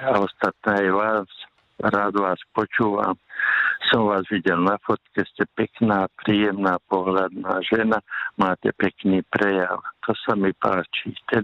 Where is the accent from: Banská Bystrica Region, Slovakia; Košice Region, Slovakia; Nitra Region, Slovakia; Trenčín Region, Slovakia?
Trenčín Region, Slovakia; Stará Turá; pochádzam zo Starej Turej, to je hraničné mesto Moravsko-Slovensko